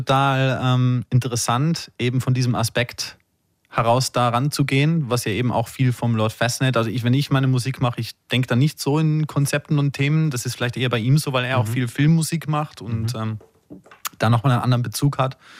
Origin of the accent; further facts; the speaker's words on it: Axams, Tyrol, Austria; also born or lived in Mannheim; now in Vienna, Austria; ich bin natürlich jetzt als Künstler in Wien gebased und ich war ja immer Tiroler, also ich bin Tiroler Künstler